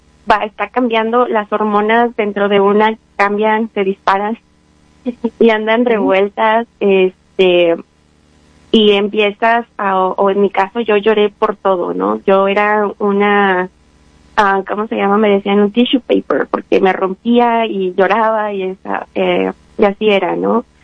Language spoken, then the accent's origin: Spanish; Apizaco, Tlaxcala, Mexico; Bueno, soy mexicana del estado de Tlaxcala, es el estado más chiquito que se encuentra en la República Mexicana, en la ciudad de Apizaco.